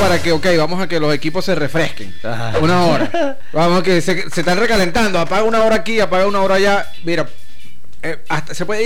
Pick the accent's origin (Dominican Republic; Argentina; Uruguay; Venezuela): Venezuela; si debemos asumir como venezolanos